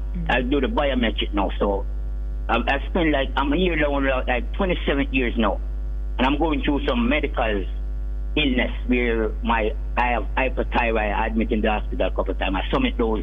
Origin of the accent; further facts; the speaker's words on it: Jamaica; moved away as an adult; also born or lived in Canada; now in United States; because I leave Jamaica when I was 19. I grew up in Canada for 8 years, and then I leave and come over here, and I'm here for like 27 years now.